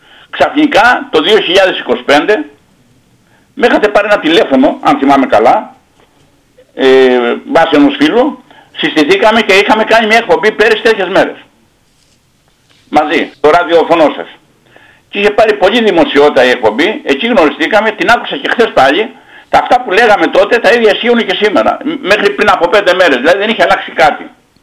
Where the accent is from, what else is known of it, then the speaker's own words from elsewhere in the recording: Crete, Greece; Εγώ προσωπικά που μεγάλωσα στη θάλασσα στο Νότιο Κρητικό Πέλαγος